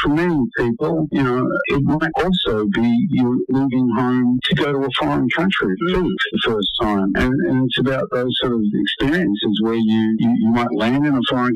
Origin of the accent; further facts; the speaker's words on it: Australia; I'd say, no, we're from Australia, we'd say them.